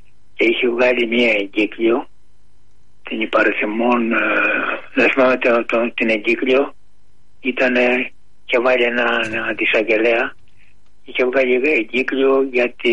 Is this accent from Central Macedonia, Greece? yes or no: no; Peloponnese, Greece